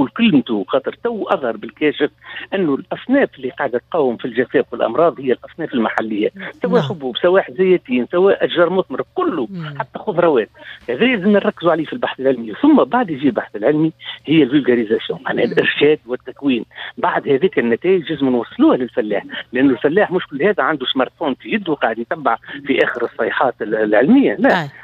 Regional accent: Tunisia; عندنا في تونس

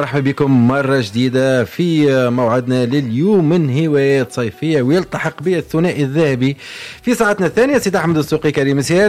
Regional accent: Tunisia

